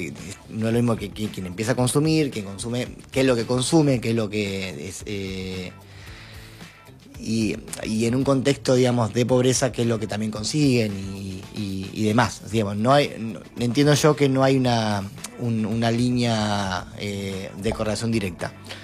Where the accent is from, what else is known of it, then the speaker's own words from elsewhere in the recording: Argentina; y somos argentinos y somos futboleros.